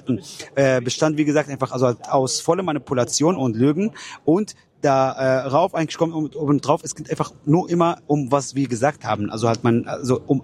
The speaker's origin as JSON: {"language": "German", "country": "Palestine", "said": "weil die Palästinenser bzw. ich auch als Palästinenser haben das Recht eigentlich auf Rückkehr nach Palästina"}